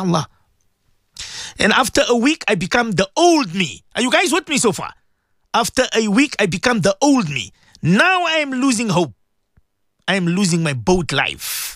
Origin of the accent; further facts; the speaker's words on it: Johannesburg, Gauteng, South Africa; I'm from Johannesburg North.